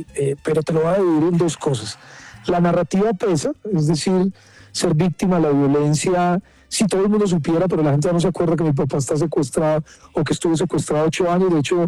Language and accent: Spanish; Caldas, Colombia; La gente pues en Caldas, de donde yo soy, pues la verdad, hermano, muy querida conmigo, muy afectuosos.